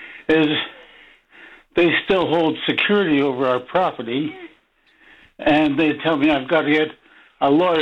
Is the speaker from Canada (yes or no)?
yes; Toronto, Ontario, Canada; moved away; Toronto, which is my hometown.